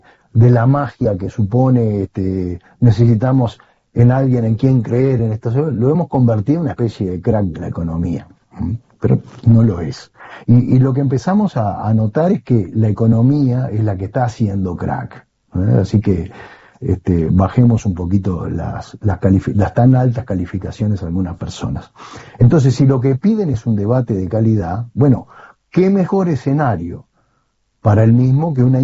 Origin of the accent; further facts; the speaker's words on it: Uruguay; Pero mientras tenga internet, sigo de cerca las cosas que van sucediendo en mi país